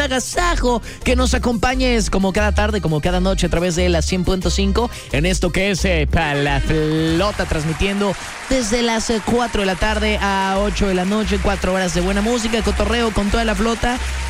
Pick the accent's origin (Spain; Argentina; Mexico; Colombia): Mexico; están en mi país.